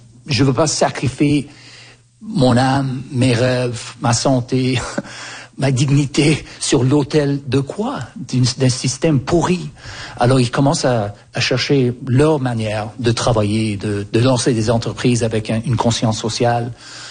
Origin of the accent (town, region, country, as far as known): Canada; born or raised there